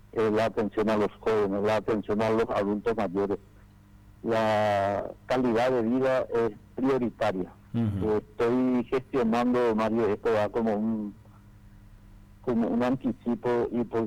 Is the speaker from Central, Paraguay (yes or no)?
no; Humaitá, Ñeembucú, Paraguay; born there; moved away; que soy jubilado y amo mi ciudad. Yo nací en Humaitá y volví